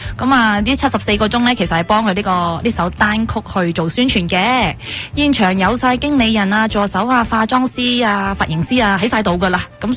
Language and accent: Cantonese; Hong Kong; 我作为香港人